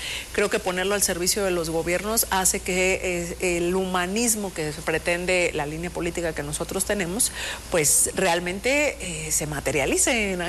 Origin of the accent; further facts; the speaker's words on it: Apatzingán, Michoacán, Mexico; born there; ahí nací, ahí tengo a mis hijos, ahí de ahí es mi esposo.